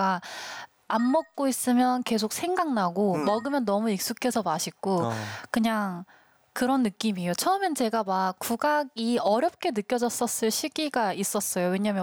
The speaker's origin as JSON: {"language": "Korean", "country": "South Korea", "said": "지금 제가 한국인이니까 제 안에 있는 음악 같아요."}